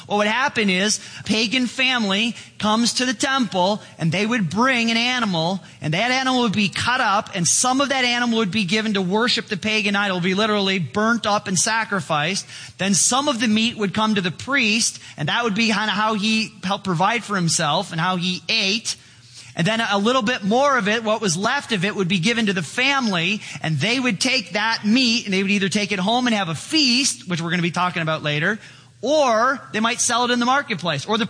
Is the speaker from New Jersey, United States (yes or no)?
no; Chicago, Illinois, United States; And well, back in Chicago, there was a casino in my hometown.